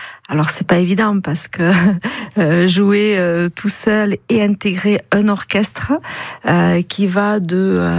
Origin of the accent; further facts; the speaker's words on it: Séméac, Occitanie, France; born there; moved away as an adult; now in Séméac, France; Alors déjà, moi je suis née en 69 à Séméac